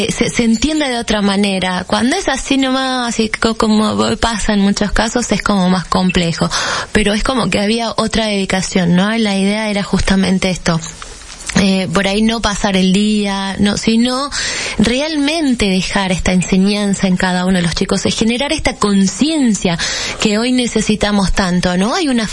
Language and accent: Spanish; Argentina; esta problemática que estamos transitando como argentinos